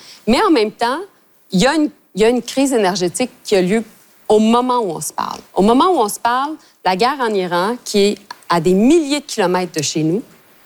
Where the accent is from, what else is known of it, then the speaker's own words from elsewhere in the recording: Montreal, Quebec, Canada; Moi, je suis montréalaise, là. Donc, c'est sûr, j'ai un parti pris. Mes collègues, on a tous un parti pris, dépendamment de où on vient au pays.